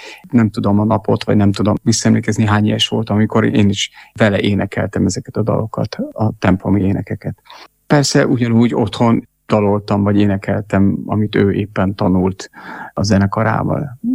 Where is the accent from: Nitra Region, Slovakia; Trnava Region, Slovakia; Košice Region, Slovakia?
Trnava Region, Slovakia; Nagyszarva; Nagyszarván születtem, ott éltem a gyerekkoromat egészen 20 éves, 21 éves koromig, és ott éltem, és ugye ott a római katolikus templomba voltam megkeresztelve